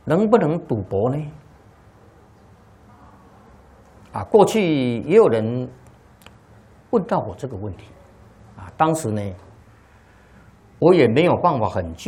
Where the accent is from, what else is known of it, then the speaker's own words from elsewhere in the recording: China; 在我们中国人心目当中啊，你开赌场啊，总是不好的、不道德的